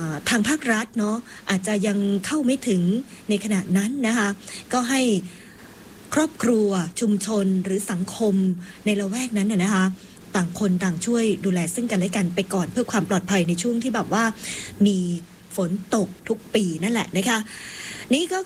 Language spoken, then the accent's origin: Thai; Isan, Thailand; เราเป็นชาวอีสานค่ะ